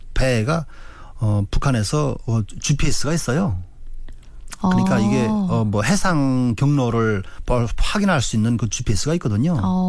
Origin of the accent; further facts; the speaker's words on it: Haeju, South Hwanghae, North Korea; moved away as an adult; now in South Korea; 2023년 5월 7일에 대한민국에 입국을 했습니다. 고향이 황해남도 해주시고요.